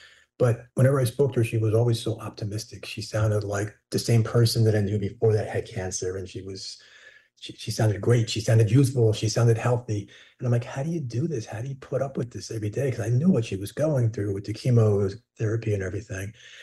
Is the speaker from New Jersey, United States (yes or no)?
yes; New Jersey, United States; I think they liked the idea that I was from New Jersey.